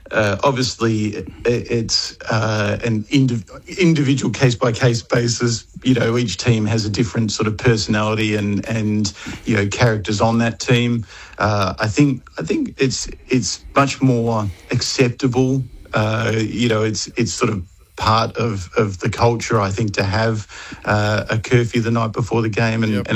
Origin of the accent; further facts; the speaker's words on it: Melbourne, Victoria, Australia; Sure. So I grew up in Melbourne. I'm a physio by background